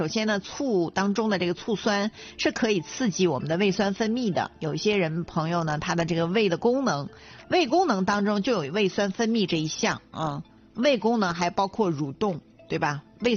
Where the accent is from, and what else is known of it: Liaoning, China